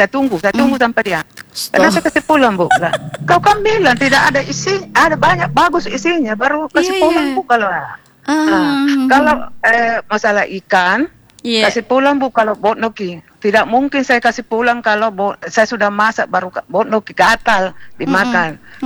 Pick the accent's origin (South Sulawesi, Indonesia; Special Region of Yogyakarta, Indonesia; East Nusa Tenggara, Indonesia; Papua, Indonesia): South Sulawesi, Indonesia; Makassar; kita orang Bugis Makassar yang mau baik, beda 500 ambil maki.